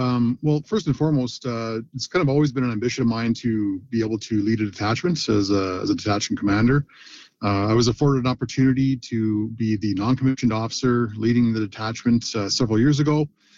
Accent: Fort Nelson, British Columbia, Canada; growing up, typical small-town kid, northern BC, played hockey.

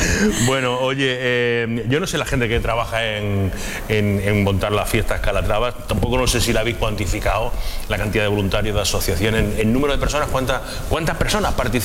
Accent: Villacarrillo, Andalusia, Spain; yo soy de Villacarrillo

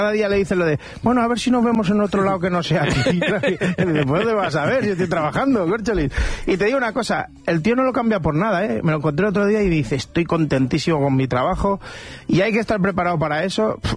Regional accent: Vallecas, Community of Madrid, Spain; Mis padres de Vallecas, mis abuelos de Vallecas, mi infancia en Vallecas

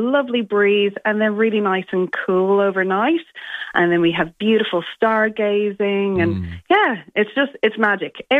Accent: Ireland; moved away as an adult; now in Renmark, Australia; So, originally, I'm Irish, and I came here 15 years ago, and I'm the tourist who hasn't left.

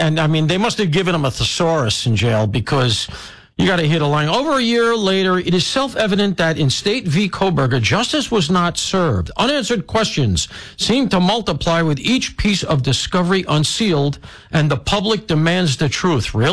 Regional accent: New York, United States; born there; I was born in Flatbush, spent a lot of my childhood in Brooklyn.

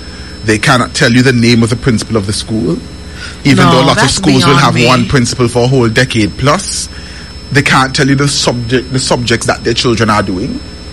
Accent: All Saints, Saint John, Antigua & Barbuda; Because I'm from All Saints, went to schools in the city.

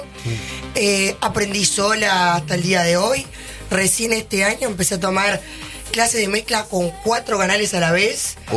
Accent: Entre Ríos, Argentina; moved away as an adult; now in Buenos Aires, Argentina; Bueno, soy entrerriana, me vine a estudiar acá a Buenos Aires a los 18 años.

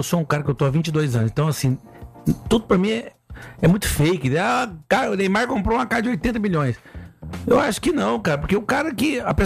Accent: Rio de Janeiro, Brazil; Favilha, eu sou carioca.

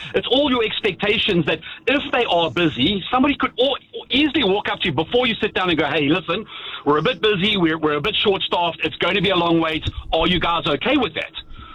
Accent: South Africa; But I'm the kind of person, because I'm South African, I'm quite a, people say I'm aggressive.

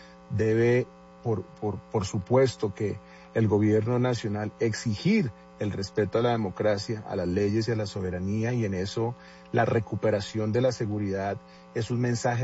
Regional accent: Bogotá, Bogotá D.C., Colombia; Yo, como bogotano, como ciudadano, como concejal de Bogotá

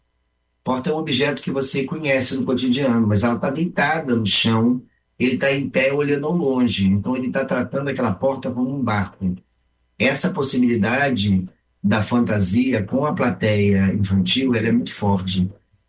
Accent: Rio de Janeiro, Brazil; also born or lived in Alegrete / northern Brazil; Eu sou nascido no Rio Grande do Sul, mas a minha vida toda foi no Rio de Janeiro. Eu só nasci no Alegrete e de lá eu vim para o Rio.

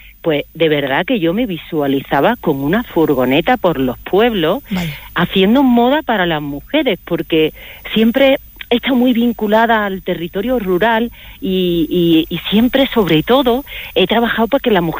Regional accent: Huelva, Andalusia, Spain; Efectivamente, yo soy de Huelva

